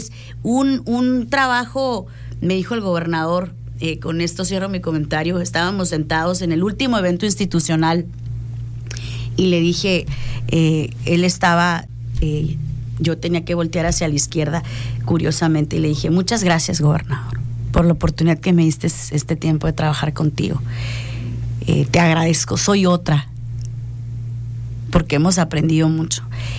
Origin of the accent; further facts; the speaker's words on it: Puerto Peñasco, Sonora, Mexico; Soy originaria de Puerto Peñasco.